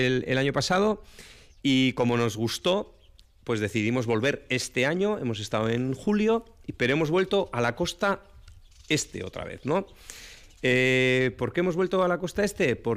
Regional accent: Basque Country, Spain

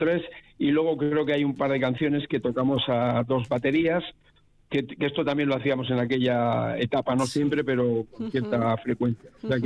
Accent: Vitoria-Gasteiz, Basque Country, Spain; moved away; al fin y al cabo es mi tierra.

